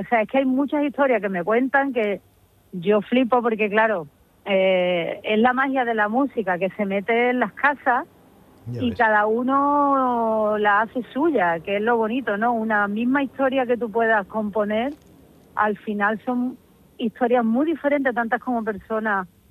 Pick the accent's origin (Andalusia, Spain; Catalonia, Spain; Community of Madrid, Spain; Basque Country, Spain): Andalusia, Spain; soy andaluza y me gusta mucho el flamenco y tengo pues el deje